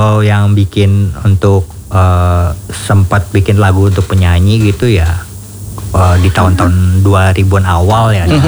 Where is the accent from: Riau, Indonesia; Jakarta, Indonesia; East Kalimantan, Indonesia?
Jakarta, Indonesia; Asli dari Jakarta, Indonesia lah